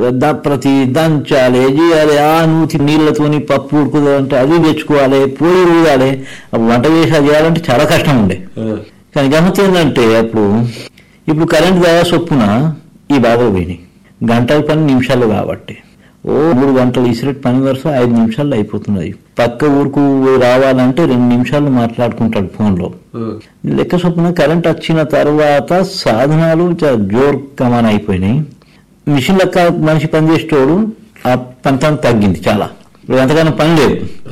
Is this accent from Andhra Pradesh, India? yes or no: no; Adilabad, Telangana, India; born there; నేనైతే ఈయనే పుట్టినా. నేను పుట్టింది ఆదిలాబాద్లోనే.